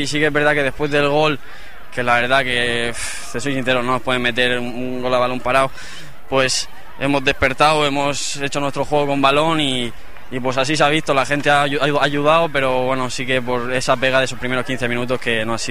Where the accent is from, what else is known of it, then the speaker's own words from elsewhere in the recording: Valencian Community, Spain; moved away as an adult; also born or lived in Águilas, Murcia; now in Barbastro, Spain; No, yo soy de la Vega Baja, cerca, a media hora de Murcia y media hora de Elche. Este año sí que el último pasado estuve en el Águilas, y que es Murcia, llevo 2 años ahí en Murcia. A lo mejor se me ha pegado un poco el acento, pero yo soy cerca de Alicante.